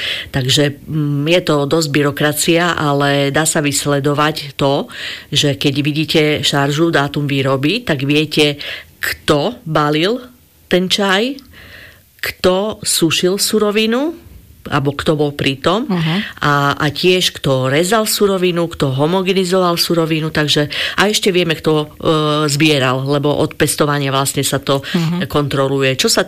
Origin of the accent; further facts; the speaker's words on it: Plavnica, Prešov Region, Slovakia; to bola učiteľka u nás v Plavnici